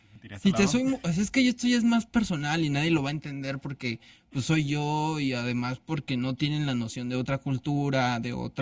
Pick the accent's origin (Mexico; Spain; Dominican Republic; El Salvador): Mexico; obviamente soy mexicano